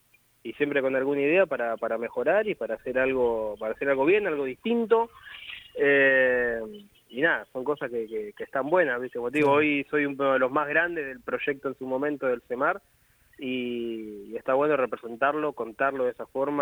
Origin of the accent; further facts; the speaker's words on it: Partido de la Costa, Buenos Aires Province, Argentina; mostrando, mirá, de dónde uno viene y mostrar dónde es el partido de la costa y nada, de dónde uno sale y explicar que yo vengo de donde vengo y vengo de la playa